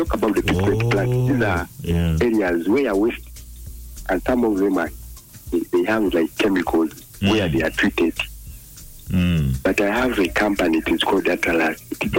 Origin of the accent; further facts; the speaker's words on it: Mukono, Central Region, Uganda; from Mukono.